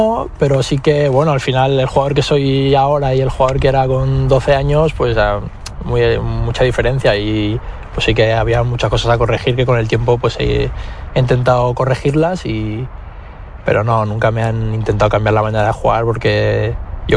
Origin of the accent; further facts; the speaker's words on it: Mataró, Catalonia, Spain; moved away as an adult; now in Córdoba, Spain; Nací aquí en Barcelona, en Mataró